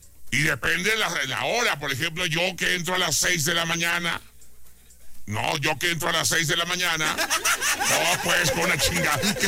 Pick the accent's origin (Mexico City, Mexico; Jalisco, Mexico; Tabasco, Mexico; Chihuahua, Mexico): Jalisco, Mexico; Guadalajara; now in Aguascalientes, Mexico; Yo soy de Guadalajara